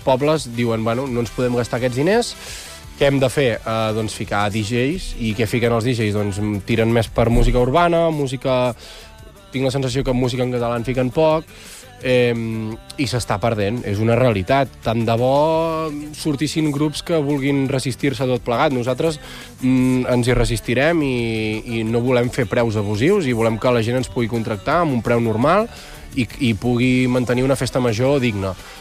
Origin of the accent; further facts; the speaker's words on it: Navàs, Catalonia, Spain; Soc de Navàs, que és al costat de... Bueno, està al costat de Santpedor també i de Manresa, està per allà a la zona.